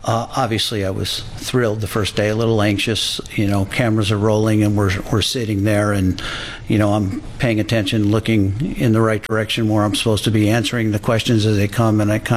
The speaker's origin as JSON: {"language": "English", "town": "Hammond", "region": "Indiana", "country": "United States", "tie": "born there", "moved": "yes"}